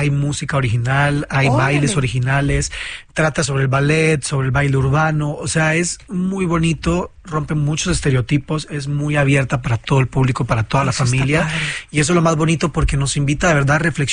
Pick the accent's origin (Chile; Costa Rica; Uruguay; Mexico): Costa Rica; yo vengo de Costa Rica, por ejemplo.